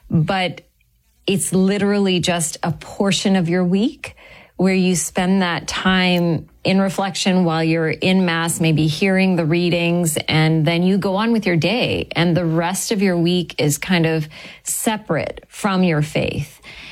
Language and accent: English; Sri Lanka; also born or lived in Calgary, Canada / Texas, United States; So I was born in Canada. Okay. I was born in Calgary, and then my family shifted to the States. So I grew up in Texas for a while, and then my parents sadly got divorced. And so my mom moved my brother and I to Sri Lanka and lived in Sri Lanka for many years.